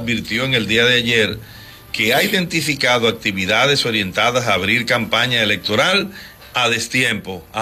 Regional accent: Dominican Republic; hundiado como buen dominicano

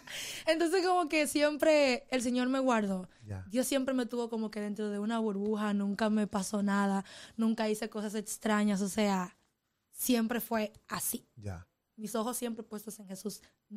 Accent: Los Alcarrizos, Santo Domingo, Dominican Republic; de donde yo vengo, yo soy de Santo Domingo, Los Alcarrizos, eso es un barrio allá

